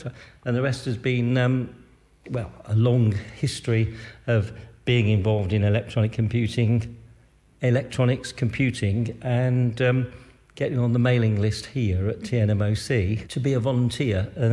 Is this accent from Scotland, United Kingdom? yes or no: no; Leicester, East Midlands, United Kingdom; from Leicester.